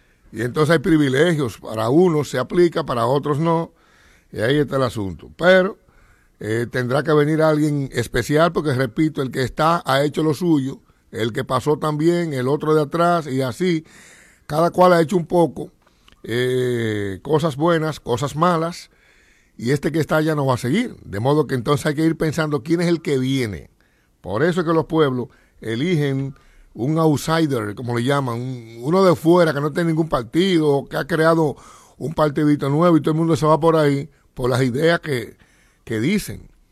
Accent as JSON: {"language": "Spanish", "country": "Dominican Republic"}